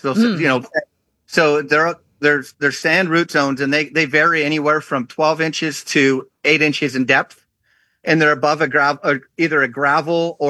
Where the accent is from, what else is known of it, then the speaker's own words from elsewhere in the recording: Canada; and me being Canadian, I was actually for maybe the first time I was more into the game than I was the field.